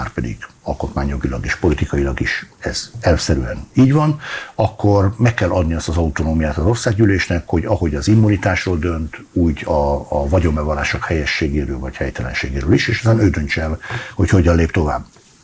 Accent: Veszprém, Veszprém County, Hungary; born or raised there

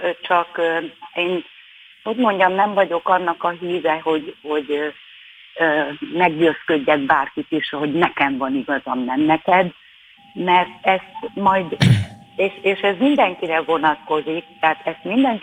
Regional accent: Budapest, Hungary; born there; imádom Kőbányát, én oda születtem egyébként

